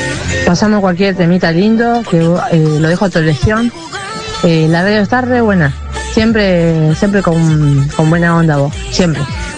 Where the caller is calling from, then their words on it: Pueblo Nuevo, Argentina; de Pueblo Nuevo.